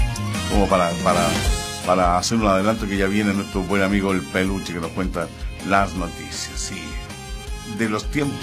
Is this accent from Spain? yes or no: no; Valparaíso, Chile; Somos también porteños, somos de uno de los cerros bonitos de acá, del Cerro Florida.